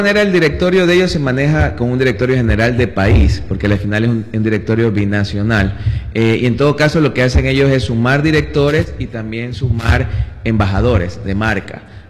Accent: Manta, Manabí, Ecuador; nosotros también como manteños o como manavitas o como ecuatorianos

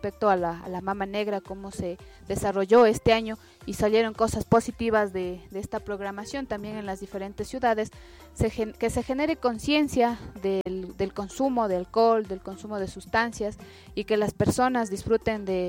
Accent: Ibarra, Imbabura, Ecuador; moved away; yo soy de Ibarra

